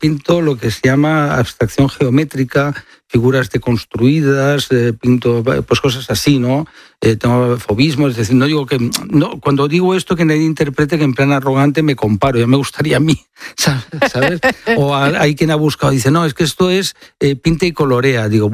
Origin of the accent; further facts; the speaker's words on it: Barcelona, Catalonia, Spain; O si vas por España, está llena de museos, hombre, unos más importantes, otros más modestos, en mi tierra, Barcelona